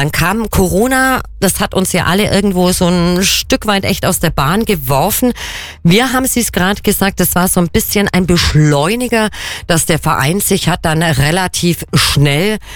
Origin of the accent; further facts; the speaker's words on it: Bavaria, Germany; Jetzt bin ich ja Kärntnerin, also Allgäuerin